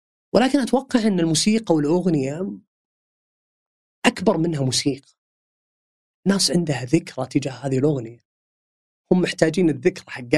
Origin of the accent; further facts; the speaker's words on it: Saudi Arabia; عندنا في السعودية